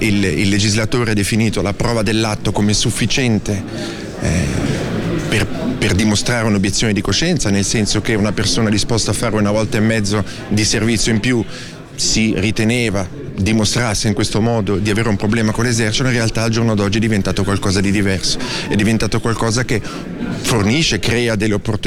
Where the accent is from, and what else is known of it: Ticino, Switzerland